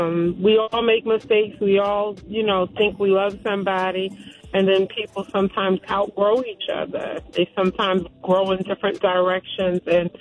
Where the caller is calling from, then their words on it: Maryland, United States; from Maryland.